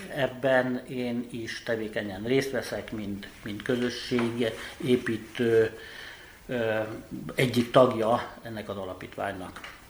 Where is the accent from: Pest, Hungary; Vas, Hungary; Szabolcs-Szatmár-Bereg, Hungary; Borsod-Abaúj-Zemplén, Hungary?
Pest, Hungary; Páty; also born or lived in Budapest; 70 éve születtem a János Kórházban Budapesten. Édesanyám ide hozott vissza Pártyra, a községbe, és itt élünk ugyanúgy 70 éve. A szüleim, nagyszüleim mind-mind pártyiak, azt mondhatnám, hogy törzsgyökeres pártyinak ismernek minket, meg engem is.